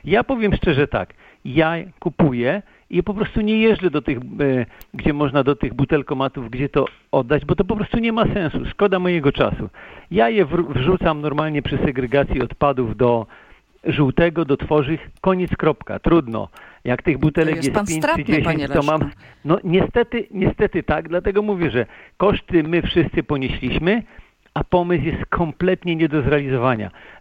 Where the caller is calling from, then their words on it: Łódź Voivodeship, Poland; Mieszkam w Januszku Łodzi, czyli w miejscowości koło Łodzi.